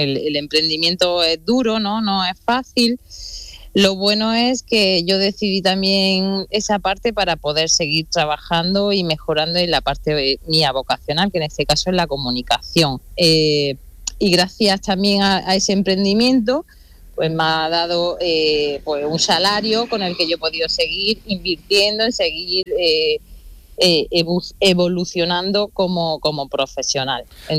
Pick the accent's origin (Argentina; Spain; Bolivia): Spain; Dúrcal, Andalusia; también porque vengo del mundo rural, yo soy de un pueblo, soy de Durcal, de Granada, del Valle del Lecrín, y mis padres tenían casas rurales, ¿eh?